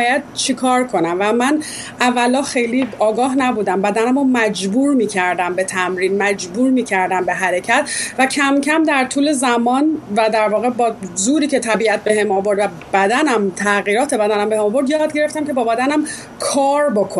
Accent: Iran; moved away; من خب سالهاست خارج از ایران زندگی میکنم،

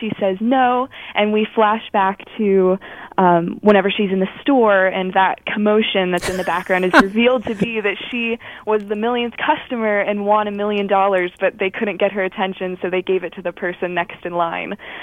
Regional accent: Bridgeville, Pennsylvania, United States; I'm from Bridgeville, about 20 minutes out of Pittsburgh. And I go to South Fayette High School.

